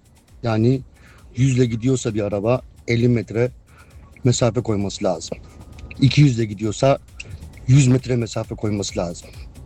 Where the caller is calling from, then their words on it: Kaltenkirchen, Schleswig-Holstein, Germany; Schleswig-Holstein'den, Kalkenkirchen'den.